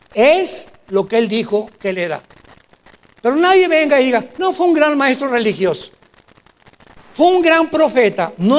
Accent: Mexico; Como dice el dicho mexicano en mi tierra.

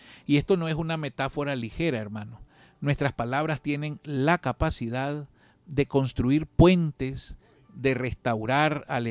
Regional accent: Nicaragua; Nosotros como nicaragüenses nos gusta mucho la palabra, hablamos. En la mayoría de los casos los nicaragüenses somos muy bullangueros y bulliciosos.

